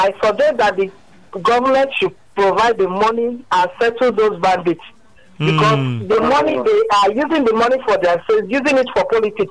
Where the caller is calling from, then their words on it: Ogun, Nigeria; I'm calling from Ogun State.